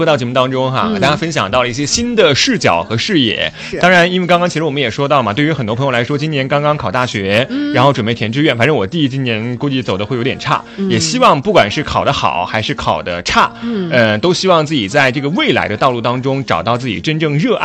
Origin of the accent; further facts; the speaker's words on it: Sichuan, China; moved away; 我们四川